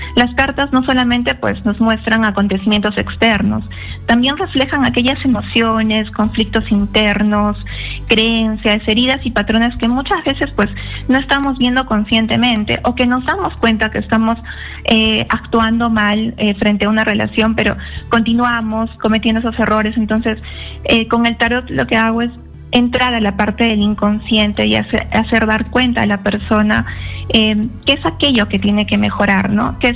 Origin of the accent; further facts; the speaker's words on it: Arequipa, Peru; Sí, yo soy de Arequipa.